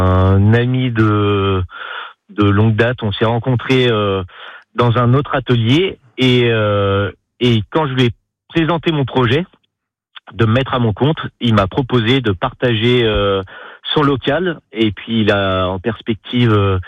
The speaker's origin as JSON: {"language": "French", "town": "Paris", "region": "Île-de-France", "country": "France", "said": "Donc, moi, je viens de Paris. J'ai commencé mes études d'ébénisterie à l'école Boulle à Paris."}